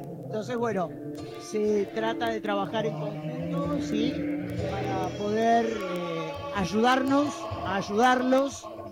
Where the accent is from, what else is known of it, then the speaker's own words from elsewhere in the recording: Argentina; reconocernos como argentinos.